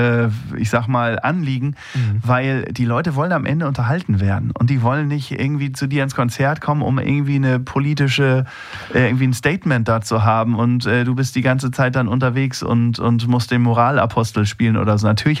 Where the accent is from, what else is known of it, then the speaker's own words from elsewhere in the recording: Schleswig-Holstein, Germany; ich natürlich auch ein Kind der Nordsee bin. Und der Ostsee natürlich genauso